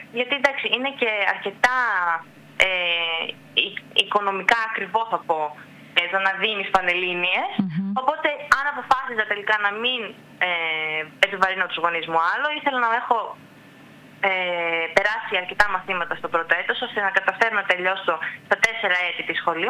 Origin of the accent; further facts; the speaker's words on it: Greece; moved away as an adult; θα ήθελα να προσφέρω στο νησί μου.